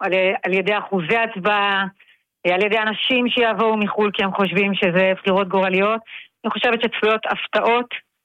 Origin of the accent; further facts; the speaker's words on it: Migdal HaEmek, Northern District, Israel; אני גדלתי במגדל העמק, באמת גדלתי בבית מסורתי, ימני. ליקודי מאוד.